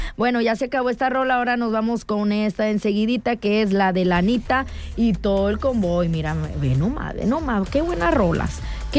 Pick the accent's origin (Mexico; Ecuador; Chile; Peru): Mexico; Somos mexicanos